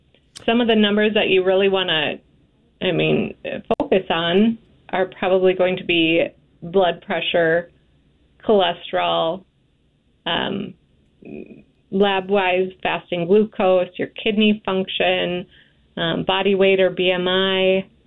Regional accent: Moorhead, Minnesota, United States; moved away as an adult; also born or lived in Grand Forks, North Dakota; now in Alexandria, United States; Yeah, I grew up in Moorhead, Minnesota

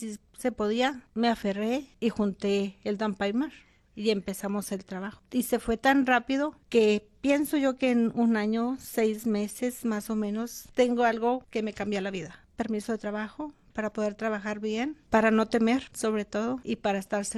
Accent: Namiquipa, Chihuahua, Mexico; Soy del estado de Chihuahua, pero nací en el municipio de Santa Clara, Namiquepa.

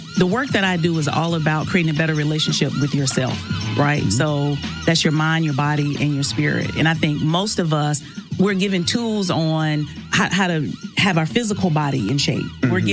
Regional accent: Stedman, North Carolina, United States; now in Rock Hill, United States; I'm from Stedman, North Carolina.

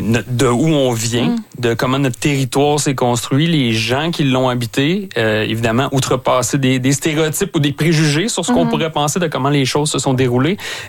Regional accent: Pointe-aux-Trembles, Quebec, Canada; Moi, je viens de Pointe-aux-Trembles aussi. J'ai passé mon enfance, mon adolescence là.

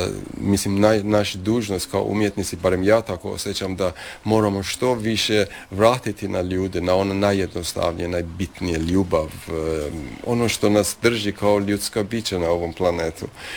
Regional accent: Iran; born there; Croatian is a second language; zato što sam rođen u Iranu imao sam privilegiju možda da znam više o Iranu, više bolje znam jezik, perzijski jezik

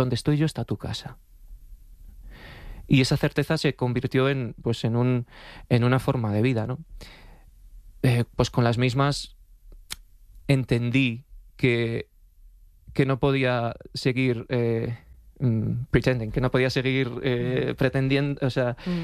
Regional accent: Alcalá de Henares, Community of Madrid, Spain; born there; also born or lived in Seville; Yo soy de Alcalá de Henares, nacido, sí, en Alcalá de Henares, ¿no? Aunque he estado viviendo pues en Sevilla porque estuve trabajando allí un año antes de terminar el fin de carrera

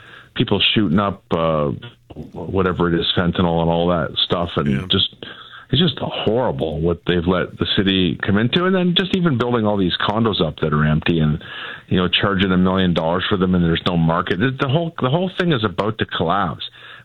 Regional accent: Ontario, Canada; moved away as an adult; also born or lived in Calgary; I was an Ontario guy.

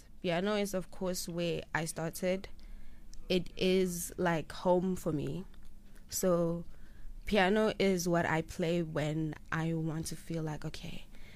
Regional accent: Boksburg, Gauteng, South Africa; I am from Boksburg in the East Rand.

